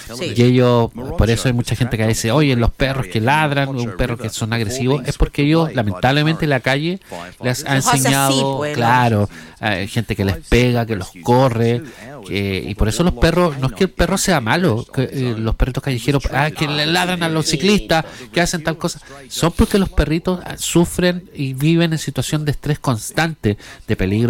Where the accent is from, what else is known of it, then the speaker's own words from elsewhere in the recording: El Bosque, Santiago Metropolitan Region, Chile; also born or lived in San Bernardo; Yo estudié en San Bernardo, pero yo vivía en el bosque.